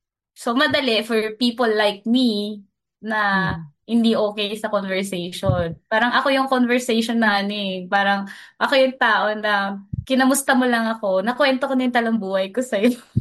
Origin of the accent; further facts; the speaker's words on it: Malabon, Metro Manila, Philippines; E tapos po, di ba, sobrang layo. I'm from Malabon. Tapos Mandaluyong po yung.